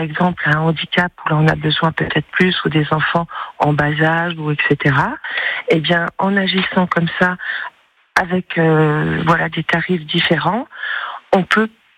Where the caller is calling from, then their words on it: Grand Est, France; pas de votre région, mais de Lorraine.